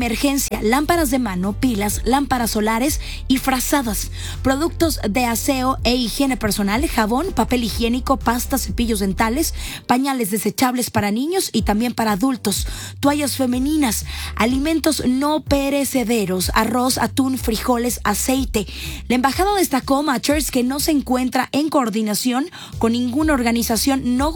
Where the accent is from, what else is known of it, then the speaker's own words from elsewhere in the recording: Mexico; si nos unimos como mexicanos por nuestros hermanos de Venezuela